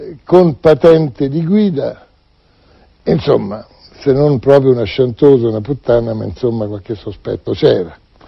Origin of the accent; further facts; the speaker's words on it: Giulianova, Abruzzo, Italy; Sono abruzzese, molto abruzzese, quindi una razza di lupi, di orsi, poi però anche abbiamo il mare. E dove sono nato? Proprio credo che sia esattamente fra il Gran Sasso, tanto dalla punta del Montecorvo, il Gran Sasso, e il mare Giulianova.